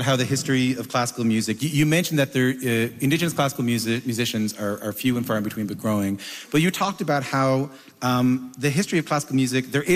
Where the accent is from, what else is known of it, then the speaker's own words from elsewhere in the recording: St. John's, Newfoundland and Labrador, Canada; You're in the middle of a very special episode of Q, the live episode we taped in my hometown of St. John's, Newfoundland and Labrador.